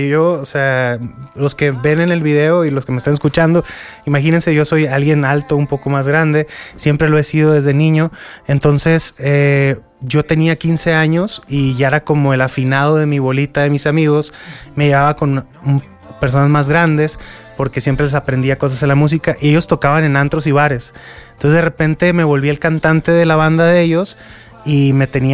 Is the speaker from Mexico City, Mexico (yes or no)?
no; Culiacán, Sinaloa, Mexico; Yo soy mexicano, okay. Nací en Culiacán, pero te digo, crecí también rodeado del regional mexicano.